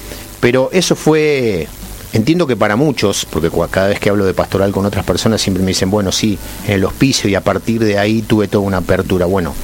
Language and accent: Spanish; Argentina